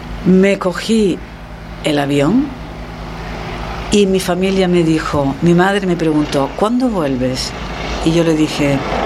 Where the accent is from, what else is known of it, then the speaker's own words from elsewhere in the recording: Las Palmas de Gran Canaria, Canary Islands, Spain; Yo nací aquí en Las Palmas de Gran Canaria.